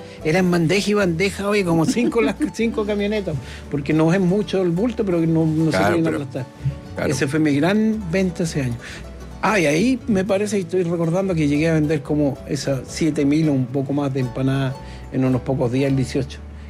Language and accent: Spanish; Chile; Bueno, somos los chilenos. Es increíble.